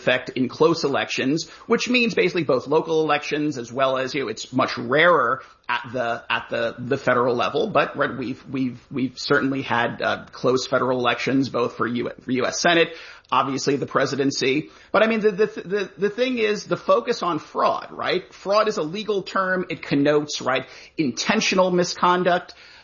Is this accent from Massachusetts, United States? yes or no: no; Florida, United States; Obviously, I'm from Florida.